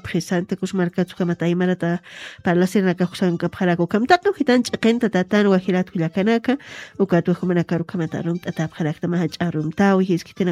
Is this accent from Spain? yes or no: no; Cochabamba, Bolivia